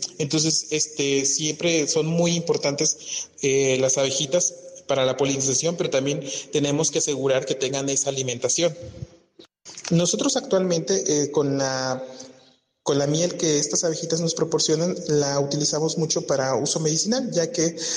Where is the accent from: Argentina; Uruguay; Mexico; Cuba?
Mexico; Cuetzalan del Progreso, Puebla; born or raised there